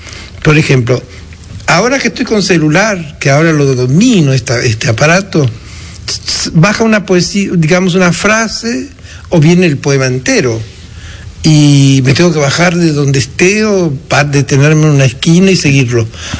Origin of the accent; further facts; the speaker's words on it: Ingeniero Jacobacci, Río Negro, Argentina; also born or lived in San Antonio Oeste; yo nací en San Antonio, en Las Grutas, pero mi padre se mudó a Jacobacci, mi familia.